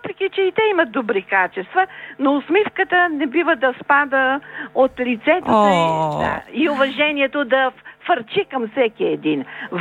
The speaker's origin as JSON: {"language": "Bulgarian", "town": "Vratsa", "region": "Vratsa Province", "country": "Bulgaria", "tie": "born or raised there", "moved": "yes", "lives_now": "Sofia, Bulgaria", "said": "Аз съм родена във Враца и пораснала."}